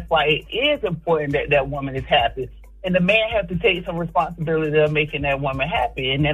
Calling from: Virginia Beach, Virginia, United States; … from Virginia Beach.

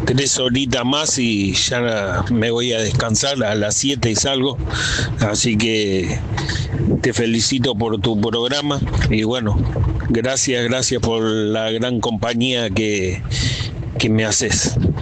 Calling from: Guernica, Buenos Aires Province, Argentina; desde Guernica, acá trabajando de seguridad en un barrio, acá en Lonchamp

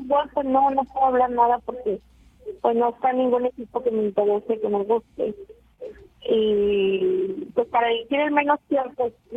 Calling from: Monterrey, Nuevo León, Mexico; Soy regia, mucha honra, mucho orgullo

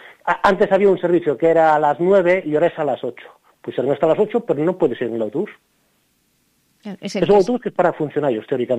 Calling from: Viascón, Galicia, Spain; Desde Viascón.

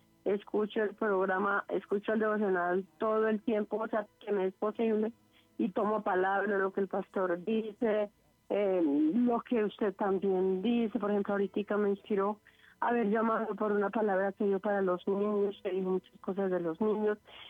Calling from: Bogotá, Colombia; Yo estoy acá, pues estoy acá en Ciudad Bolívar. Yo vivo acá en Ciudad Bolívar, zona 19.

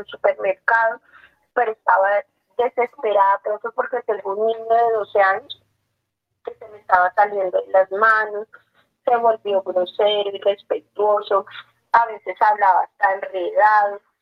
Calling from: Pacho, Cundinamarca, Colombia; desde acá, desde Pacho, Cundinamarca.

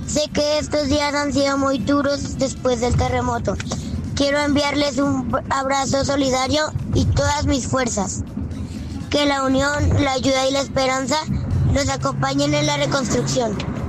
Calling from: Bogotá, Colombia; del Tintal.

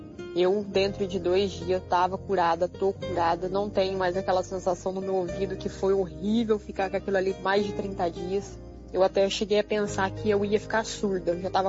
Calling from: Estiva Gerbi, São Paulo, Brazil; sou aqui de Estivagerbe

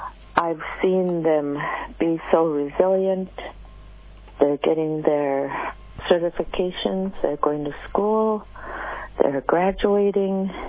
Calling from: Anchorage, Alaska, United States; Hi, I'm just calling from Anchorage.

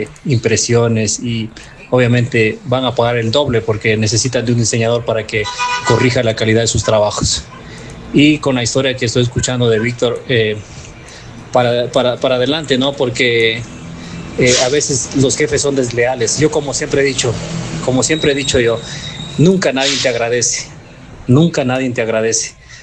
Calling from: Loja, Ecuador; Saludos para todos desde Loja, Ecuador.

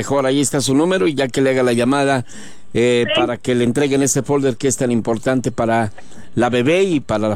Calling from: Mexico; Del Guarda de Guerrero, a sus órdenes.

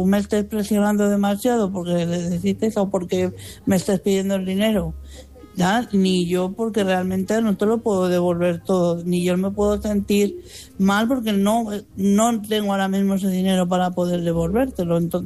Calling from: Madrid, Community of Madrid, Spain; de Madrid.

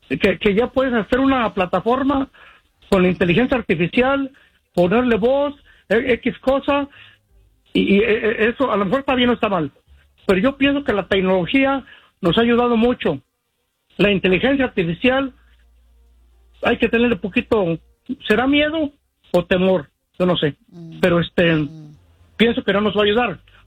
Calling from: Tulsa, Oklahoma, United States; de Tulsa, Oklahoma.

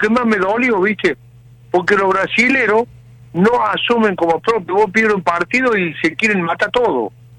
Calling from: Argentina; cómo somos los argentinos.

